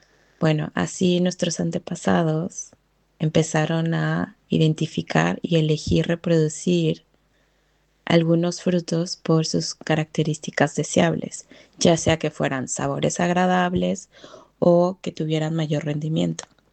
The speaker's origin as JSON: {"language": "Spanish", "country": "Mexico", "said": "Y digo, es el ejemplo que les doy porque soy mexicana y es como el que tengo más presente."}